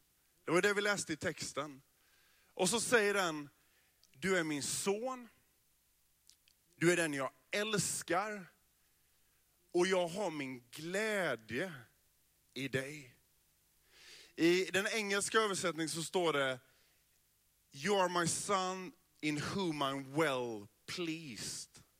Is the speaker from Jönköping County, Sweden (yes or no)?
yes; Bredaryd, Jönköping County, Sweden; born there; Och så får man veta att jag är född i Bredaryd.